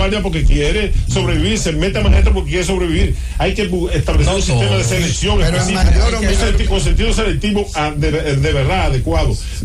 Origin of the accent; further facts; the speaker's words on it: Dajabón, Dominican Republic; born there; en Dajabón, en mi pueblo.